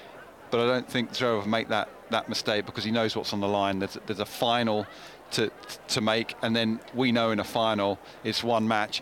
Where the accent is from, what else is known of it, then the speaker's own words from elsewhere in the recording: United Kingdom; being a Brit, of course I want Ferry to win.